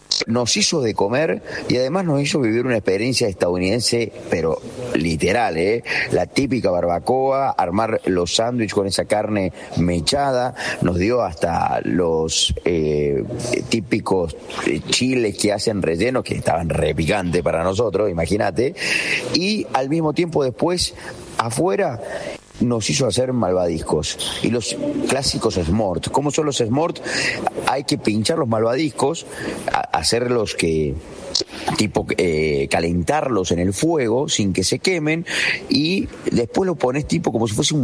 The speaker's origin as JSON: {"language": "Spanish", "country": "Argentina", "said": "nos identificó a través de nuestra tonada, nos preguntó si somos argentinos, nosotros le dijimos que sí"}